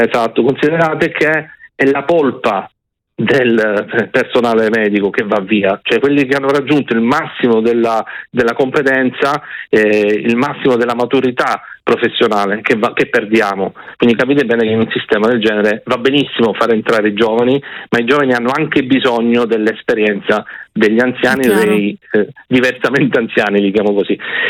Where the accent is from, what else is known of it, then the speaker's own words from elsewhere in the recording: Calabria, Italy; now in Veneto, Italy; io sono calabrese ma lavoro in Veneto